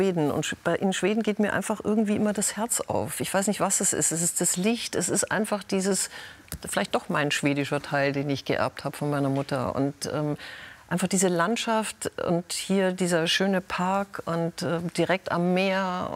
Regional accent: Bavaria, Germany; born or raised there

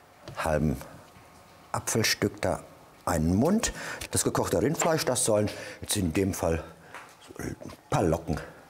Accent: Bochum, North Rhine-Westphalia, Germany; Ich bin ja in Bochum groß geworden, in Nordrhein-Westfalen.

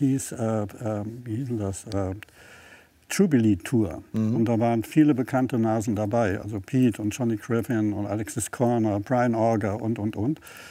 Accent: Hamburg, Germany; Haben wir in Hausbruch gewohnt und so. Hamburg ist auch so ein bisschen immer meine Heimatstadt gewesen.

